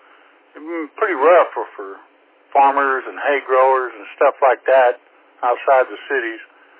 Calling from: Texas, United States; It's flat as a pool table, and so low. You know, I'm 70 miles from Galveston, and I'm 46 feet above sea level. That's how flat this part of Texas is.

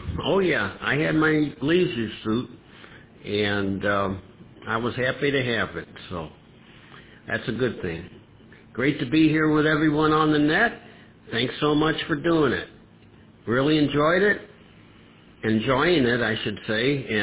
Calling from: Arlington Heights, Illinois, United States; in Arlington Heights.

